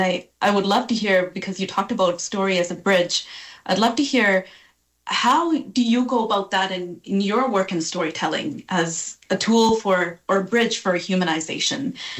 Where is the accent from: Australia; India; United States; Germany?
India; South India; born there; I was born in South India.